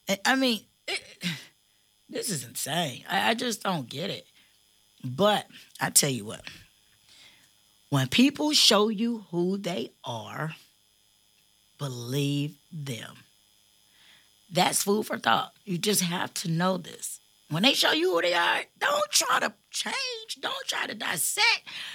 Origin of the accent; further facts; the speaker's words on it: East Cleveland, Ohio, United States; also born or lived in Florida; I'm from East Cleveland. I've lived in Florida.